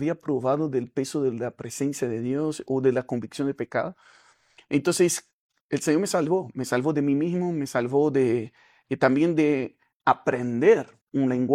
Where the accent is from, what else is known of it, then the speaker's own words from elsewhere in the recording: Rio de Janeiro, Brazil; first language Portuguese; Spanish is a second language; moved away as an adult; En Brasil, crecí en Río Janeiro, Brasil.